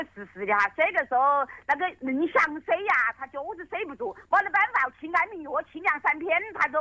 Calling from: Huangpi, Hubei, China; 我是黄陂的噻。

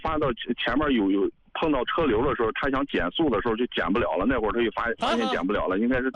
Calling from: Beijing, China; 我是在北京

